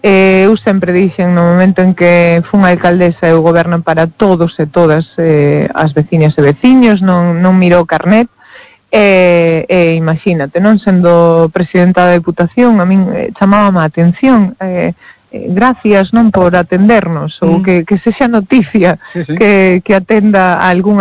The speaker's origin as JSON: {"language": "Galician", "town": "Burela", "region": "Galicia", "country": "Spain", "said": "para min pois son de Burela igual que son eu"}